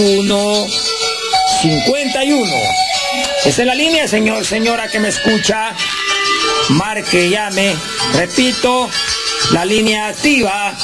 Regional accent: Guatemala; Porque somos guatemaltecos y porque tenemos que entender que si nosotros somos curanderos

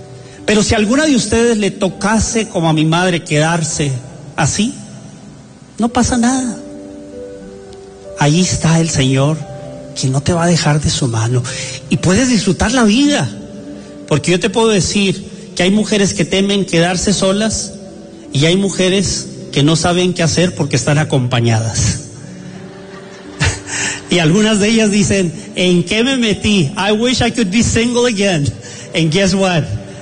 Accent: Tijuana, Baja California, Mexico; born there; Yo soy el hijo de Doña Chuy, la señora que vendía tortas ahí en Tijuana.

